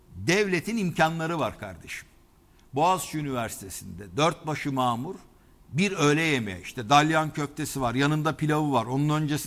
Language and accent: Turkish; Balıkesir, Turkey; bizim köyde Balıkesir'de kahve 20 lira, çay 20 lira kardeşim.